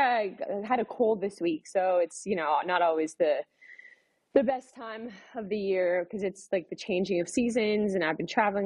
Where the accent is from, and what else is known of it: Calgary, Alberta, Canada; born or raised there